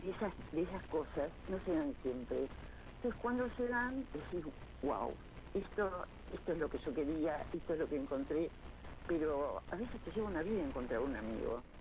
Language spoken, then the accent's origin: Spanish; Tortuguitas, Buenos Aires Province, Argentina; Soy de Tortuguitas.